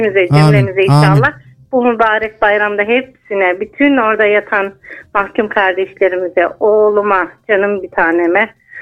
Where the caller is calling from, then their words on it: Istanbul, Turkey; Ben İstanbul'dan arıyorum.